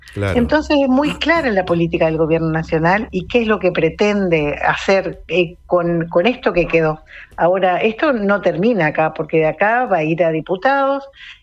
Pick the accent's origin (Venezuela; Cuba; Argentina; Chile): Argentina; nosotros los argentinos